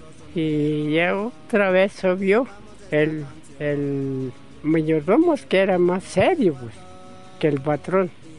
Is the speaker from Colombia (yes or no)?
yes; Colombia; Y así nosotros somos de Zumbico. Veníamos a trabajar porque arriba ya no tenemos donde trabajar